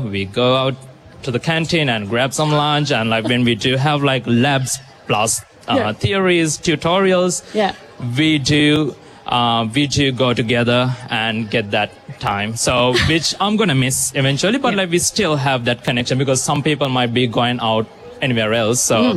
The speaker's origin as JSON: {"language": "English", "country": "Sri Lanka", "moved": "yes", "said": "because I'm originally from Sri Lanka."}